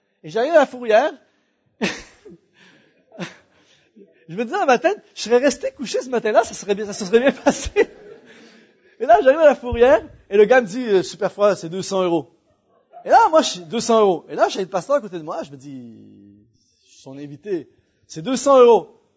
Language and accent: French; Canada; Je suis retourné chez nous au Canada.